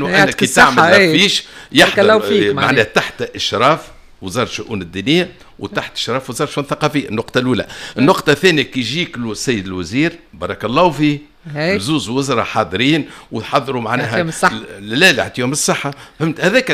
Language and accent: Arabic; Tunisia; وأنا من تونس.